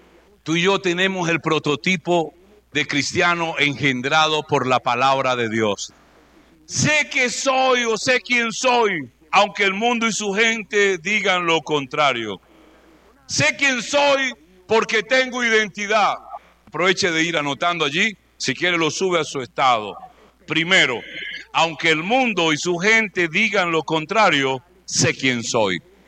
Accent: Barquisimeto, Lara, Venezuela; born there; A los tantos días de tal mes, que fue en septiembre, el 7 de septiembre, nació en la ciudad de Barquisimeto X.

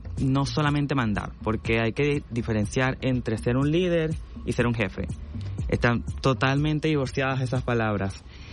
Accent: Falcón, Venezuela; soy de Paraguaná, soy un niño, un joven paraguanero, crecí en la playa, la arena, la gente, el sol.

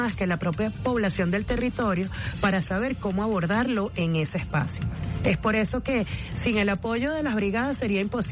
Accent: Los Teques, Miranda, Venezuela; Además, yo soy de allá de Los Teques

